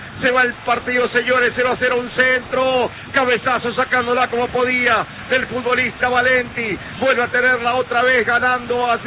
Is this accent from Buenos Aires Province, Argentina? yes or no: no; Córdoba, Argentina; mirá que yo soy de cordobés, así que en ese sentido soy muy objetivo